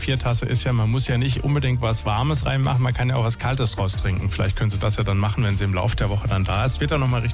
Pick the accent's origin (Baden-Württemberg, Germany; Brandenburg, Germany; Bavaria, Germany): Baden-Württemberg, Germany; now in Stuttgart, Germany; Ich komme ja selber aus der Gegend da unten.